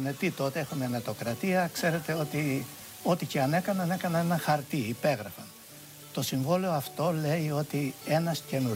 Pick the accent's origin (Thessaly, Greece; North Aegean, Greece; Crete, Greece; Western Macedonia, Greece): Crete, Greece; Kainourio Chorio; born or raised there; also born or lived in Heraklion